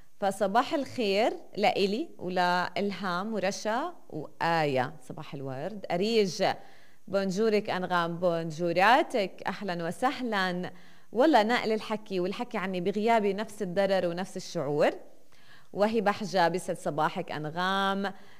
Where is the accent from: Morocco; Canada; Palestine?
Palestine; إحنا كلنا فلسطينيين